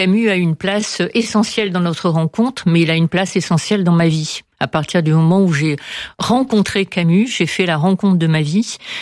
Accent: Algeria; also born or lived in Morocco; Algérie, mais je suis née un petit peu par hasard au Maroc. Mais ensuite, à partir de l'âge de 10 mois, j'ai passé toute mon enfance en Algérie.

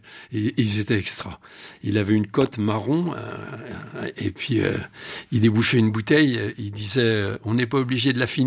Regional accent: Montmirail, Grand Est, France; also born or lived in Romilly-sur-Seine, Aube; Moi, je viens de Montmirail, dans la Marne. Je suis né à Romilly-sur-Seine, dans l'Aube. Après, quand j'ai eu 6-7 ans, on est parti à Montmirail, dans la Marne. Un petit village et tout.

